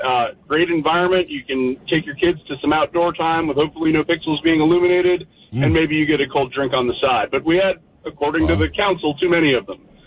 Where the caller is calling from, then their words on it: Bel Air, Maryland, United States; up here in Harford County